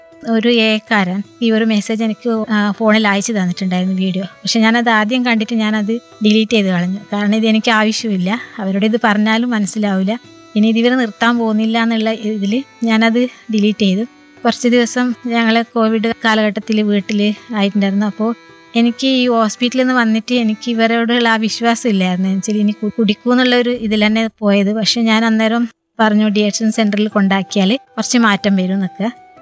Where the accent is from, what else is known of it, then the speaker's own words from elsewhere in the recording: Karnataka, India; now in Kerala, India; ഞാൻ ജനിച്ച് വളർന്നത് കർണാടകയിലാണ്. അപ്പോൾ അവിടെ ഇങ്ങനെ പ്രശ്നങ്ങളുള്ളത് കൊണ്ട് തന്നെ എൻ്റെ അമ്മേൻ്റെ ഫാമിലീസൊക്കെ ഇവിടെ കേരളത്തിലാണ്.